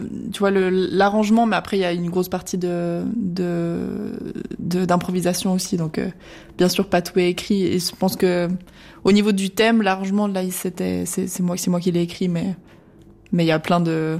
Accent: Fribourg, Switzerland; je suis partie étudier à La Havane à l'âge de 17 ans, Et en revenant en Suisse, donc moi je suis de Fribourg

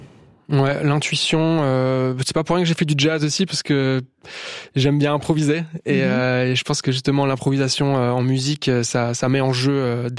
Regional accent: France; born there; moi je suis né en France, mon papa est brésilien, j'ai une grande partie de ma famille qui est au Brésil, dont ma sœur et mon frère. Et en fait, j'ai jamais vécu vraiment au Brésil, j'y vais depuis que je suis petit, régulièrement.

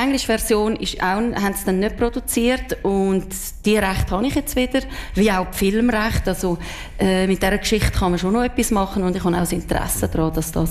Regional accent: Zurich, Switzerland; accent: Zürich German; also born or lived in Olten; now in Solothurn, Switzerland; Ich habe extrem schnell den Dialekt angenommen, und spannenderweise ist gerade letztes Jahr das Jubiläum von meiner Mittelschule gewesen, von der Kante Olten. Und dort hat mir erstaunlicherweise jemand gesagt … warum redest du Zürichdeutsch? Und ich so, das habe ich immer schon geredet.

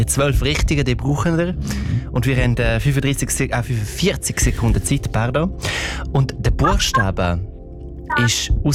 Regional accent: Graubünden, Switzerland; Als Bündner Oberländer kann ich

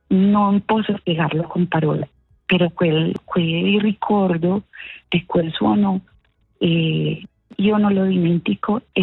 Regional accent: Pereira, Risaralda, Colombia; moved away as an adult; also born or lived in Switzerland; now in Medellín, Colombia; io sono nata proprio nella città di Pereira, in questo momento abitiamo a Medellín. Pereira è una zona completamente sismica. Io sono nata e cresciuta fino a che sono partita per l'Europa a 18-19 anni.

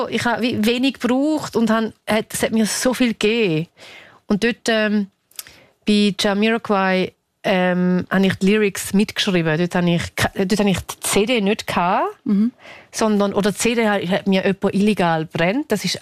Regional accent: Niederuzwil, St. Gallen, Switzerland; weil ich bin in Niederutzwil geboren und aufgewachsen.

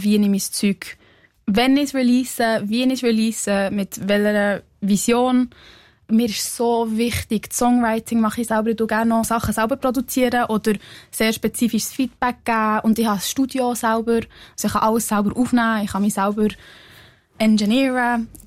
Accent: Biel, Bern, Switzerland; dass ich mich als Schweizerin identifiziere. Ich habe es noch nie so klar können sagen. Aber ich liebe einfach das Land.

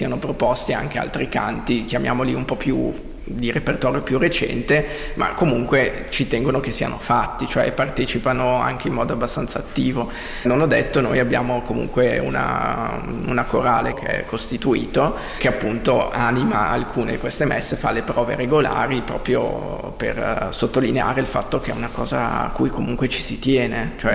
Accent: Piacenza, Emilia-Romagna, Italy; Io sono originario di Piacenza e ho iniziato appunto i miei studi musicali a Piacenza

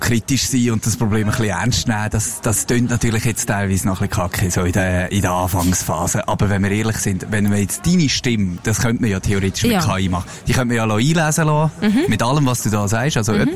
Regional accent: Lucerne, Switzerland; Also, wir haben da ein bisschen Luzerner Macht zusammen natürlich

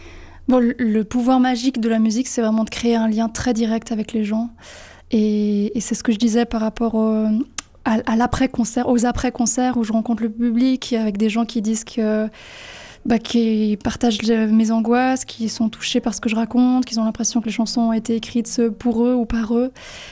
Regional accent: Valais, Switzerland; born or raised there

